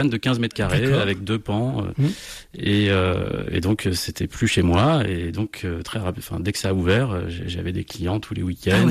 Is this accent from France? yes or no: yes; Île-de-France, France; moved away as an adult; now in Burgundy, France; J'ai grandi dans le Val d'Oise chez mes parents.